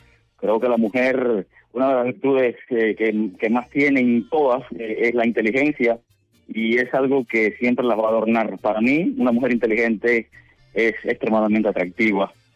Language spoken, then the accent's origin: Spanish; Cuba; Y pues me siento orgullosamente cubano, pero me siento por decisión, pues me siento muy mexicano también.